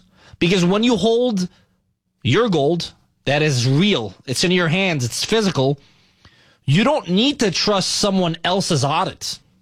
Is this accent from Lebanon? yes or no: yes; Beirut, Beirut Governorate, Lebanon; moved away; When I was a kid growing up in Lebanon, Beirut, we were going through a civil war